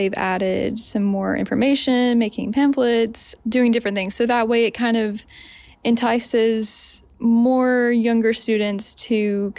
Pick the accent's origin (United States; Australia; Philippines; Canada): United States; West Virginia; I'm a student at West Virginia State University, and I'm from Boone County, West Virginia.